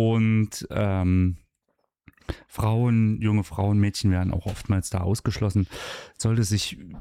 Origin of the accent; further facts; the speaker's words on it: Frauenprießnitz, Thuringia, Germany; moved away; Ich komme ja ursprünglich aus Frauenpriesens.